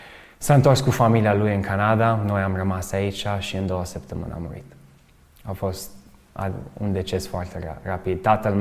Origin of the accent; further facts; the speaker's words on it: Mediaș, Sibiu County, Romania; Eu am crescut în Mediaș până la vârstă de 13 ani.